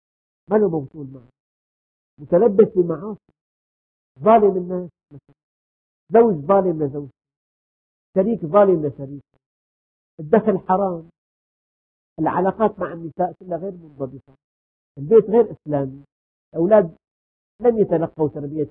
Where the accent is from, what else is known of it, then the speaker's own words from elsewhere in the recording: Syria; عندنا في الشام